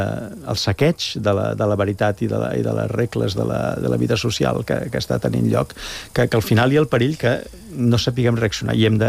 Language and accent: Catalan; Catalonia, Spain; Evidentment, no només la traducció, sinó que ho hem de reivindicar com a catalans, perquè els catalans portem en el nostre ADN